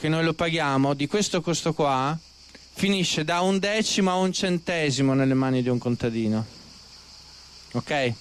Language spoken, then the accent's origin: Italian; Trentino-Alto Adige, Italy; Io vengo dal Trentino, c'è una valle, la Val di Gresta, che è l'emblema della produzione biologica.